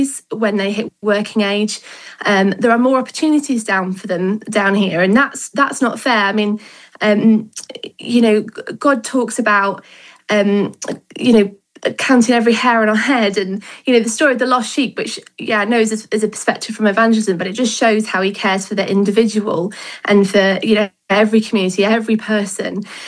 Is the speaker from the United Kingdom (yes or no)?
yes; United Kingdom; now in Farnborough, United Kingdom; I grew up just outside of Sheffield in the Peak District. I now live in Farnborough, which is on the Hampshire-Surrey borders.